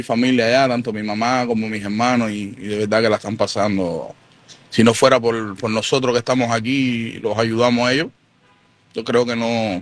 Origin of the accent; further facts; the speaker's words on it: Cuba; moved away as an adult; now in United States; yo nací en ese comunismo